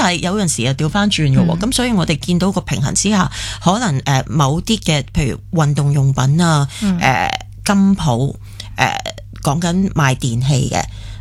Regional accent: Hong Kong; 我哋香港人

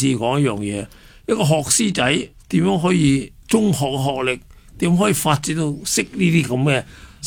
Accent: Hong Kong; 呢啲真系话俾我哋香港人听，

